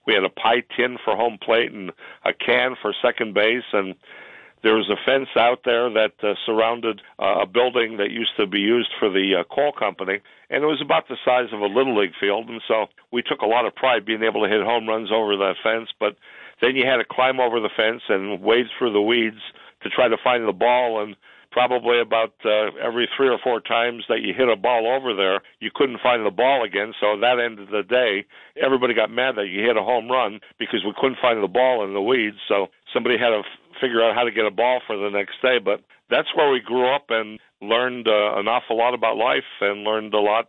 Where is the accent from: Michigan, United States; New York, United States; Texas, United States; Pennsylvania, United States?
Pennsylvania, United States; Wilkes-Barre; moved away as an adult; I spent the first 25 years of my life in Wilkes-Barre. I grew up on the Heights. I went to Marymount grade school and high school.